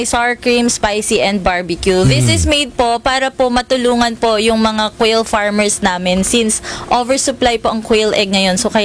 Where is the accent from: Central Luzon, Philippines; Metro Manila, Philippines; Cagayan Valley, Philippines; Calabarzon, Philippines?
Cagayan Valley, Philippines; Bali, isa po kami sa mga young farmers na from Cagayan Valley.